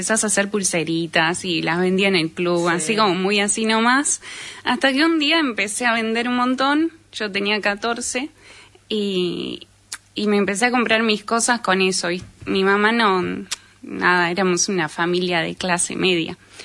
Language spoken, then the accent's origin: Spanish; Pergamino, Buenos Aires Province, Argentina; born there; yo nací en Pergamino, provincia de Buenos Aires